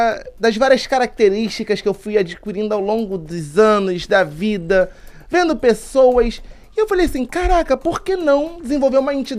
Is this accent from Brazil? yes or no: yes; Rio de Janeiro, Brazil; eu nasci em Madureira, Honório Gurgel